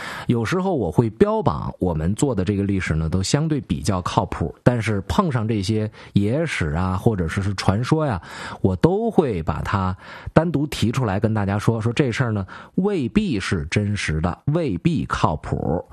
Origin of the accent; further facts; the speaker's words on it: Northeast China, China; accent: Northeastern (Dongbei); 这让身为一个东北人的我呢感觉到有一些骄傲。